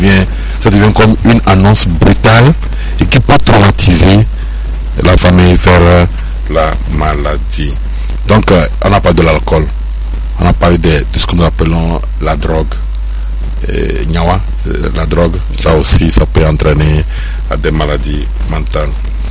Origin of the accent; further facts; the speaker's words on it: Mango, Savanes, Togo; je suis de la région, hein. Moi, je suis né à Mango, j'ai grandi à Mango